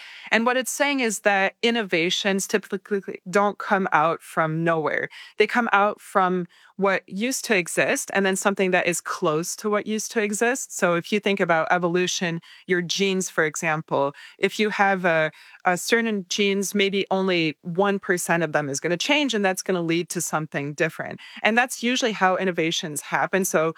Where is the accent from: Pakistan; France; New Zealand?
France; Paris, Île-de-France; now in United States; I'm originally from Paris in France, and I feel like every summer I go back and I see a new cocktail on the menu that's popular.